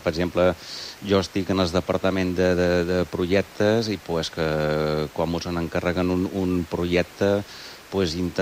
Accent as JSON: {"language": "Catalan", "town": "Ciutadella", "region": "Balearic Islands", "country": "Spain", "said": "tots som de Ciutadella"}